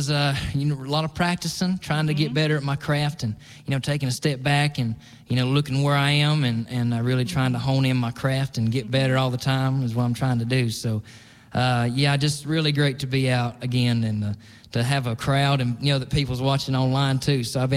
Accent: North Carolina, United States; it's so great to be back in my hometown here and getting to play at the Reef Theater is something else. I love it every time I get to come in. And I live over in Trap Hill, North Carolina, just over the hill.

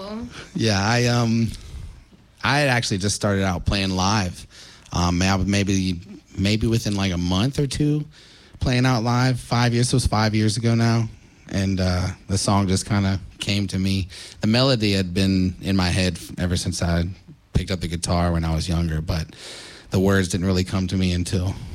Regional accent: Huddleston, Virginia, United States; also born or lived in Sacramento, California; I was raised in Huddleston, Virginia, right around Smith Mountain Lake. I was raised on a farm

